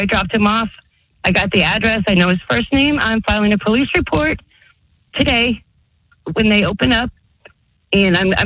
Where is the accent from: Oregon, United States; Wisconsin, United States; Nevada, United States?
Nevada, United States; Las Vegas; I'm 57 years old. I know my way around, and I was raised in Vegas.